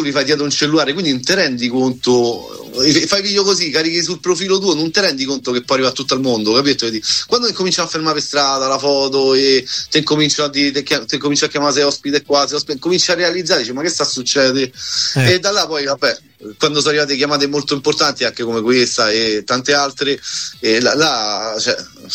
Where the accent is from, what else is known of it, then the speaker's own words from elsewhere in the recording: Rome, Lazio, Italy; Ciao Eleonora, vengo da Roma